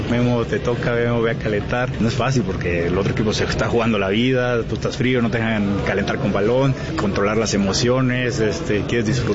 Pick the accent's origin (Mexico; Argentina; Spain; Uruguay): Mexico; El que como mexicano nos sintamos orgullosos de eso